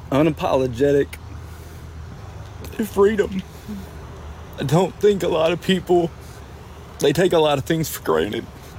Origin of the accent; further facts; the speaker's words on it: Tennessee, United States; moved away; So I am originally from Tennessee. I did 21 years in the Army.